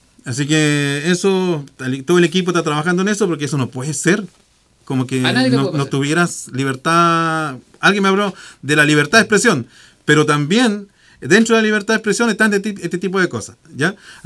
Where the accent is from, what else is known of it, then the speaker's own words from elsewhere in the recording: Queilen, Los Lagos, Chile; No, yo pues soy del Elbo, de la comuna de Keilen.